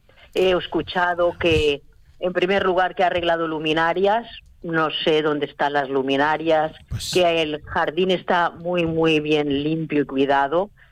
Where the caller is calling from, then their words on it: Spain; Soy una vecina de La Portalada.